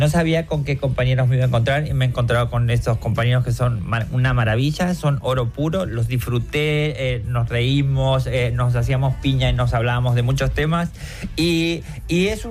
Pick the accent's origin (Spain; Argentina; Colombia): Argentina; Rosario, Santa Fe; Y nosotros en Rosario, que es la tierra de donde vengo, tiene un río y este juego de los troncos lo hacíamos.